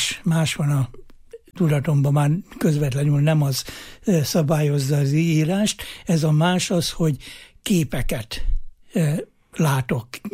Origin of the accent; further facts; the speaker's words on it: Heves, Hungary; moved away; hát én ebből a kis hevesi faluból származom, ott voltam gyerek